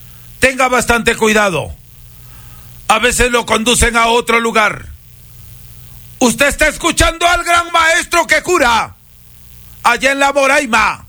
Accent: Peru; now in Ecuador; Yo soy peruano.

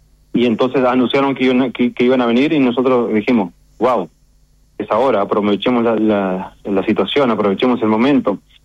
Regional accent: Uruguay; now in Utah, United States; yo siempre digo, soy uruguayo, soy latino, me siento orgulloso de haber traído este reconocimiento a Utah

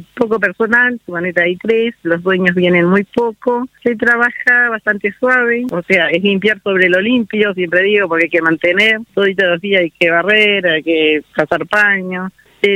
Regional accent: Rivera, Uruguay; born there; nací en campaña en la Octava de Rivera

